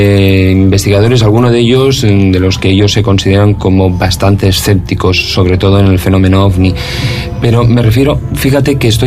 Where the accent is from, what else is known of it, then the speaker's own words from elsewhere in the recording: Barcelona, Catalonia, Spain; nací en esa tierra, nací en Barcelona y durante mi infancia pues estuve mucho por allí. Para nosotros, y entre comillas me refiero, aunque me considero ciudadano del mundo, pero para nosotros los catalanes